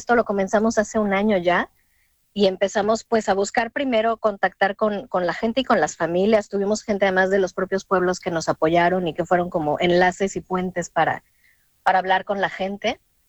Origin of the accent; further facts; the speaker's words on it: Mexico; moved away as an adult; now in Espronceda, Spain; somos mexicanos los dos y efectivamente llegamos aquí porque la familia de Benjamín tiene sus orígenes en Espronceda, en este pueblo en el que vivimos